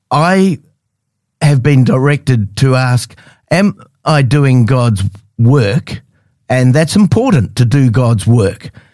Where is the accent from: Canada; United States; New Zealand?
New Zealand; moved away; I'm from New Zealand originally.